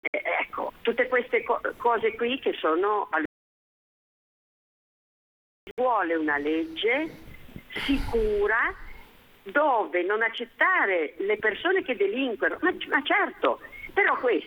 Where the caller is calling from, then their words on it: Genoa, Liguria, Italy; siamo bianchi e siamo di Genova e siamo